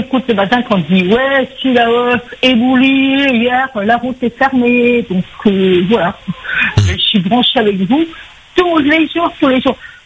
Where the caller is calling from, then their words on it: Normandy, France; Et j'habite en Normandie.